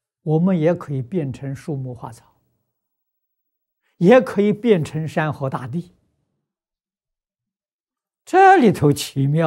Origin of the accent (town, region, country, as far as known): China